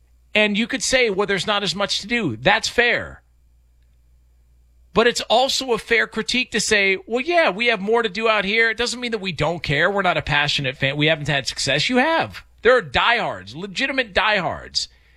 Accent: California, United States; also born or lived in South Carolina; I was born in Southern California, spent my entire life in Southern California. I also worked and lived in the South.

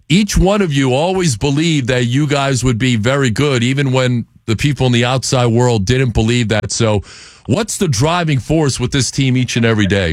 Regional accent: New York, United States; moved away; I'm originally from New York.

